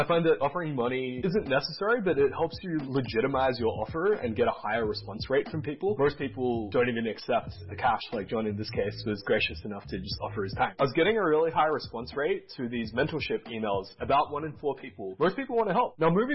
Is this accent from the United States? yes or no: no; Australia; I'm an Australian tech entrepreneur.